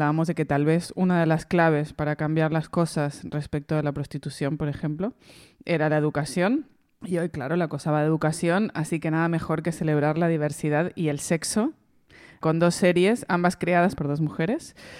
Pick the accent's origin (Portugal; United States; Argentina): Argentina; Jo tu saps que som argentina.